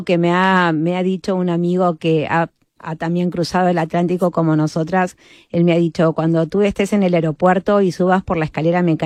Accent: Argentina; moved away

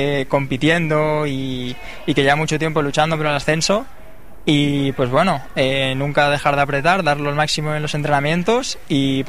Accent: Reus, Catalonia, Spain; Yo de Reus, vivo en Reus

